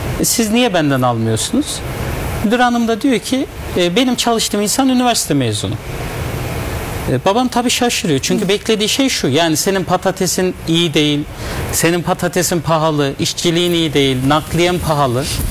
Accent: Çiftlik district, Niğde, Turkey; ben Niğde Çiftlik ilçesindenim. 88 doğumluyum.

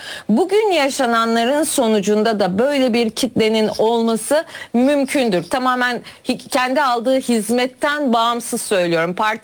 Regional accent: Lüleburgaz, Kırklareli, Turkey; Ben memleketim Lüleburgaz'dan biliyorum.

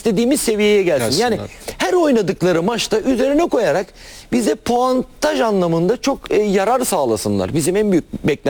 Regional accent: İzmir, Turkey; Hatta ikimiz de İzmirliyiz. Daha yeni öğrendik.

